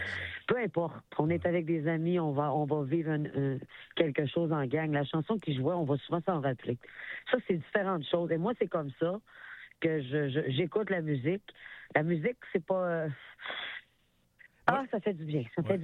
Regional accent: Saguenay, Quebec, Canada; now in Montreal, Canada; Je suis à Montréal depuis 26 ans, donc j'ai plus de vie à Montréal que j'en ai au Saguenay.

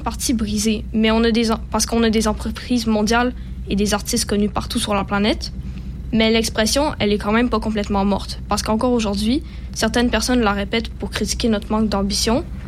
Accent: Quebec, Canada

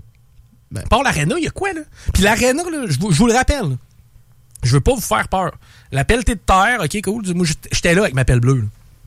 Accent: Val-Bélair, Quebec, Canada; Moi, j'ai grandi à Val-Belleur.

